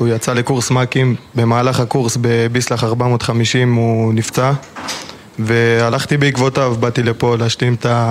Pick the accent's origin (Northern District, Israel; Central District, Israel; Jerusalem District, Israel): Northern District, Israel; Afula; אני בן 20 מהפולה